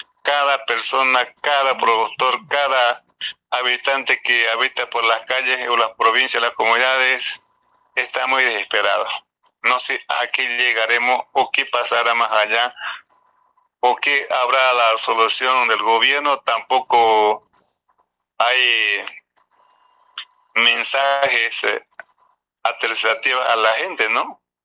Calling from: Bolivia; como boliviano, como productor, necesitamos una estabilidad.

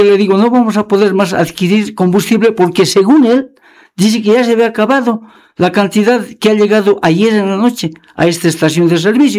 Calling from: Bolivia; Yo soy tan ciudadano boliviano como cualquier otro de la Transpando y de la Transvaca 10

